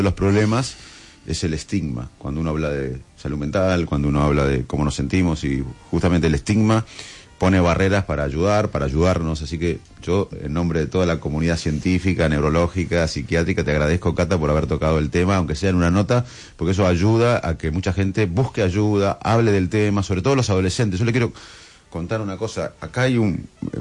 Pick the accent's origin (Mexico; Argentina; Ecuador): Argentina; Arroyo Dulce, Buenos Aires Province; moved away; yo me crié en un pueblo, en Arroyo Dulce, un pueblo parecido a eso